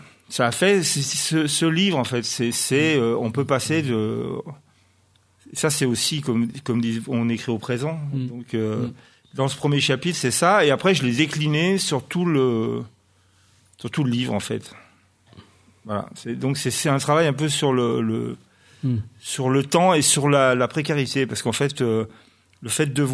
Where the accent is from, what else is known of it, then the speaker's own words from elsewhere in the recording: Grenoble, Auvergne-Rhône-Alpes, France; je suis grenoblois, je me suis dit, mais Grenoble a été détruit en 1219.